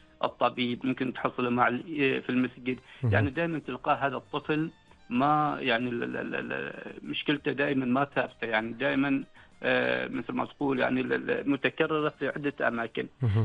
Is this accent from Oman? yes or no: yes; Oman; نحن تربينا تربية نوعا ما مثل ما تقول موحدة كعمانيين، يعني بيئة متكافئة أو بيئة يعني نمطها متقارب نوعا ما